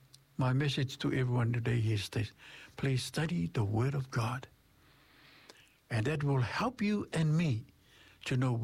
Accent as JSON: {"language": "English", "country": "Cook Islands", "first_language": "Cook Islands Maori", "second_language": "English", "moved": "yes", "lives_now": "New Zealand", "said": "I'm a Cook Islander. English is my second language."}